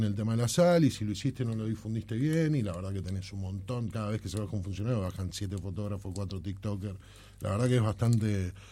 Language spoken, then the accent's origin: Spanish; Ushuaia, Tierra del Fuego, Argentina; Yo soy un hombre de Ushuaia, me voy a morir acá, me van a enterrar al lado de mi viejo.